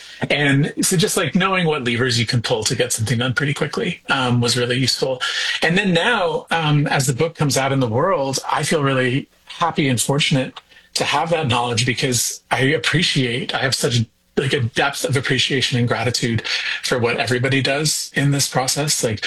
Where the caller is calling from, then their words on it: Cape Breton, Nova Scotia, Canada; I'm calling you from Cape Breton today.